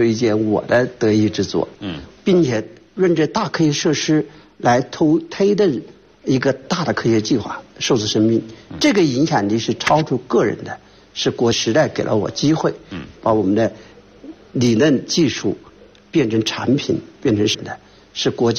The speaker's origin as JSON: {"language": "Chinese", "country": "China", "said": "我们希望有15%到20%是由我们中国人领的任务，是我们发起，我们主导。"}